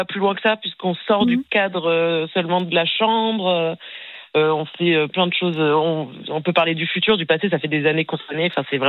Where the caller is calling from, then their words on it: Paris, Île-de-France, France; J'habite à Paris et j'ai 30 ans.